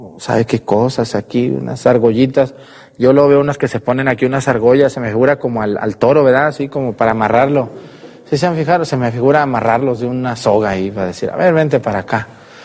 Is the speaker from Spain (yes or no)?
no; Jalisco, Mexico; yo también tengo muchos familiares en Coahuila que de mi tierra, Jalisco, migraron a Saltillo.